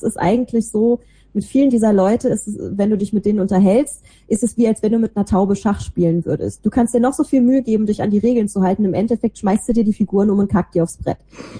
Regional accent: Rhineland, Germany; accent: Rhineland dialect; ich bin halt nun mal im Rheinland aufgewachsen

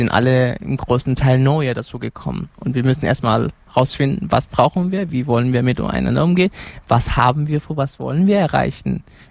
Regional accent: Senegal; born or raised there; German is a second language; now in Germany

